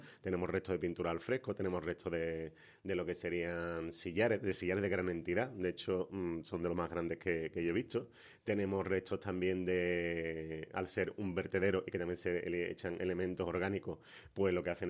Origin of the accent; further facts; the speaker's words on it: Cádiz, Andalusia, Spain; los federates, que somos los gaditanos